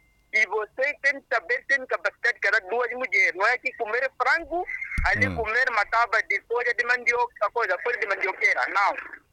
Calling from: Nampula, Mozambique; de Nampula.

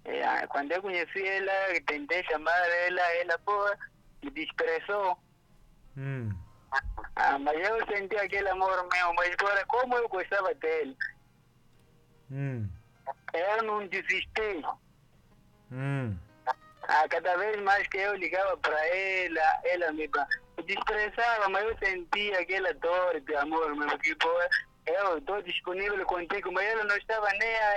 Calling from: Nampula, Mozambique; estou a falar de Nampula.

